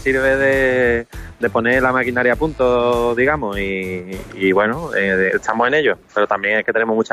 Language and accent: Spanish; San Fernando, Andalusia, Spain; nosotros somos de San Fernando.